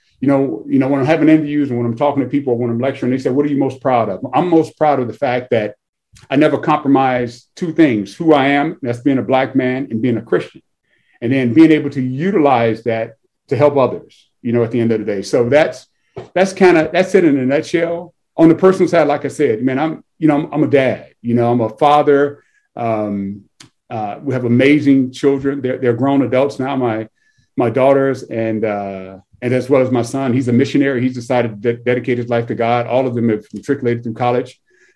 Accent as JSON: {"language": "English", "town": "Chicago", "region": "Illinois", "country": "United States", "tie": "born or raised there", "moved": "as an adult", "said": "So I was born and raised in Chicago. You know, I left Chicago like in 1990."}